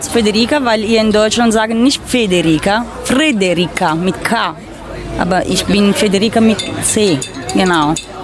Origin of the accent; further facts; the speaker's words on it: Poggiardo, Apulia, Italy; German is a second language; now in Eschwege, Germany; Ich komme von Lecce, das ist eine, also meine Stadt ist Poggiardo, ist eine kleine Stadt. Also das ist in Italien, aber in Apulien. Ja, wir sind 2000 Kilometer weit von hier.